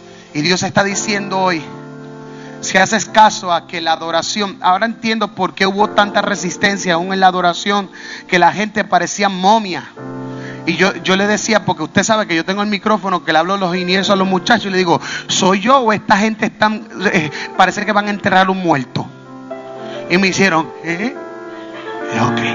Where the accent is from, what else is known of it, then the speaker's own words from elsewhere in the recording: Puerto Rico; yo soy boricua, yo no soy Israel, yo no soy de Israel.